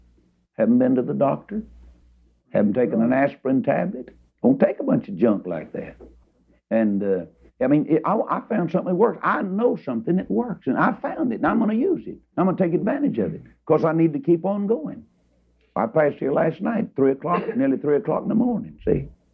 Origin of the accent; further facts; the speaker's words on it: Texas, United States; Of course, now, you know, I'm from Texas.